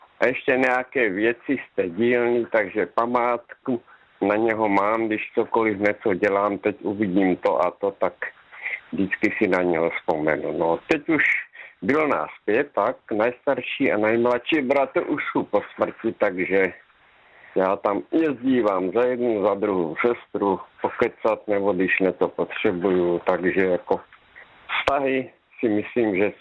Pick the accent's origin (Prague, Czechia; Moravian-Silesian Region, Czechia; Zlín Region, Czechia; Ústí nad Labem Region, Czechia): Zlín Region, Czechia; Luka; now in Topolná, Czechia; Dobrý večer, ano, tady v Topolné, ale pocházím z Luku. Aha. A tam jsem se vlastně narodil doma, takže jako vzpomínky tam mám, ještě tam jezdím za sestrou.